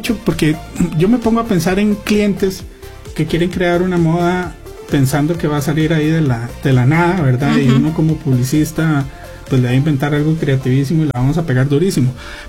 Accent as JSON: {"language": "Spanish", "country": "Costa Rica"}